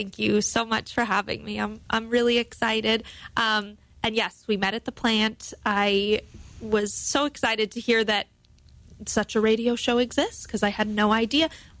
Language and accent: English; Warwick, New York, United States; moved away as an adult; also born or lived in Syracuse, New York / North Carolina; now in Durham, United States; I'm originally from New York, sort of upstate New York, although we don't call it upstate, but that I know that's helpful for non-New Yorkers. It's not Manhattan. It's not the city. It's about an hour and a half north, a little beautiful bucolic town, Warwick, New York.